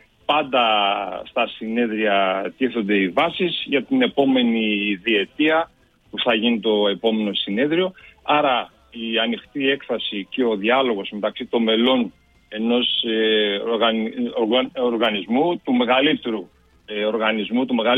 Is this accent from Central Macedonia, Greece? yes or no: yes; Central Macedonia, Greece; εγώ είμαι ντόπιος, δεν είμαι πόντιος, αλλά είμαστε μέσα στους πόντιους, έχουμε γίνει πόντι όλοι